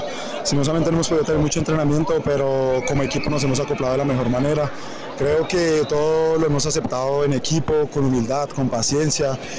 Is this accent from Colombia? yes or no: yes; Bogotá, Colombia; moved away; Yo soy de Bogotá, soy Rolo